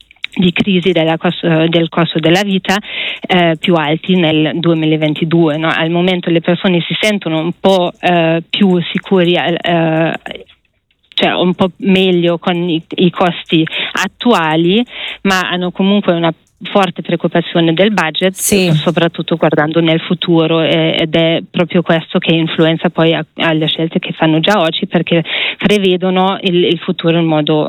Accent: Germany; io sono tedesca

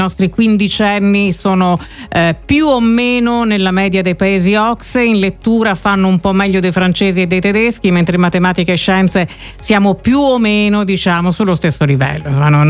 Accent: Bolzano, Trentino-Alto Adige, Italy; born there; now in Bologna, Italy; io ho fatto la scuola a Bolzano

